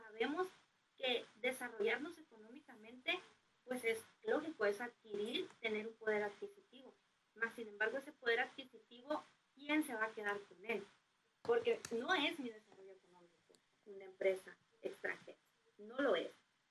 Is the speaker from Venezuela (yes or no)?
no; Mexico